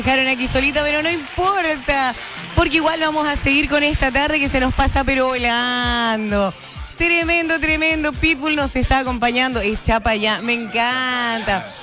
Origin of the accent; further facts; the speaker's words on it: Osorno, Los Lagos, Chile; Soy latino de sangre. Soy osornino.